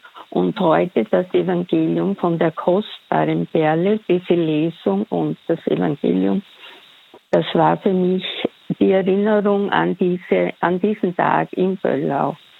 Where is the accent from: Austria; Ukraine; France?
Austria; Styria; Ich bin aus der Steiermark.